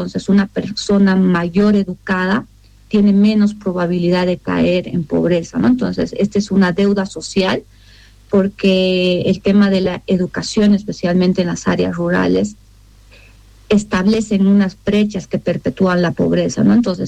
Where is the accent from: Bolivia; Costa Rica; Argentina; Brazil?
Bolivia; funcionamos como bolivianos